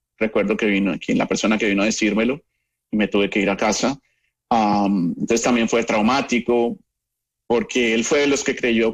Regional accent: Colombia; moved away; Recuerdo que cuando salí de Colombia hace muchos años

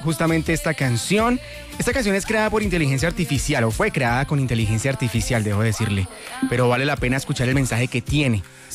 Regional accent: Colombia

